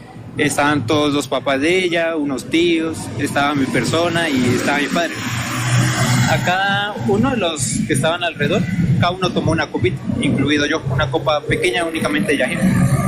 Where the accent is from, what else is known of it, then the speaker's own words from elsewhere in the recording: Valle del Cauca, Colombia; now in Calera, Colombia; Me comunico desde Calera, Cundinamarca, pero soy del Cauca, bueno, Valle del Cauca.